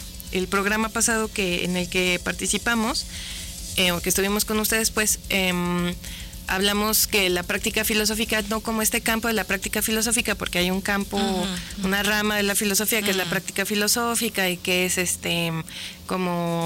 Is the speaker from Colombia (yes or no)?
no; Aguascalientes, Mexico; porque no es lo mismo hablar desde Aguascalientes, que es una periferia de una periferia.